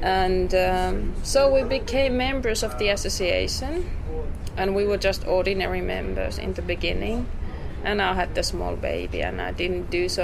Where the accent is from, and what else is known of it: Pyhäjoki, North Ostrobothnia, Finland; born or raised there